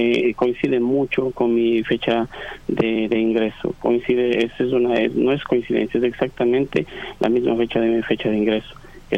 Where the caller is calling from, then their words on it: New York, United States; En Nueva York.